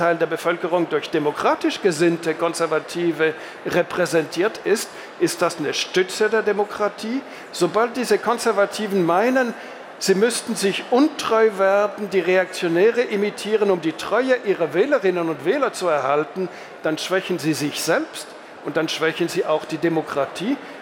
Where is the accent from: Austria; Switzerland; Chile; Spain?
Switzerland; bin ja Schweizer